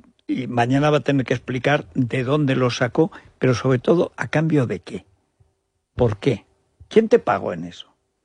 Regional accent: Orihuela del Tremedal, Aragon, Spain; En Teruel somos pocos y en Orihuela menos.

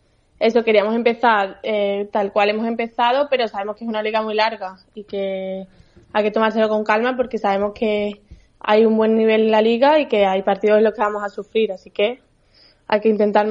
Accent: Seville, Andalusia, Spain; moved away as an adult; now in Valladolid, Spain; De Sevilla, yo estoy de Sevilla.

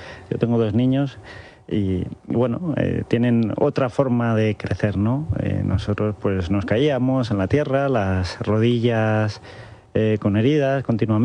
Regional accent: Villalba, Community of Madrid, Spain; Pues mira, yo nací en Madrid, en La Paz.

